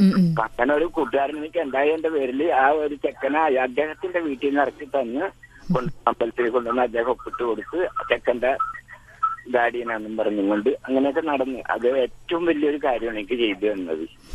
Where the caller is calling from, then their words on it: Puthuvype, Kerala, India; Puthuvype.